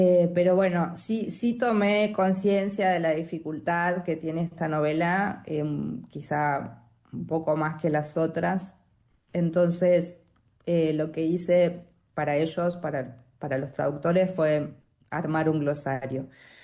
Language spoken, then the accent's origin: Spanish; Argentina; yo digo las provincias porque como yo soy provinciana